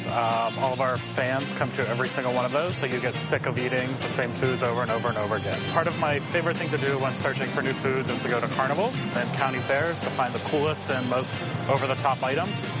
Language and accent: English; Houston, Texas, United States; I'm originally from Houston, Texas, and founded at a county fair there and thought, hey, why not?